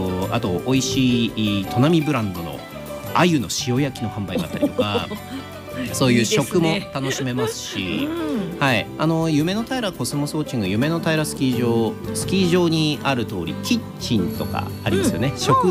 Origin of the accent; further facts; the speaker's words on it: Toyama, Japan; 私の出身地でございます富山県でのイベント情報などご紹介していきたいと思います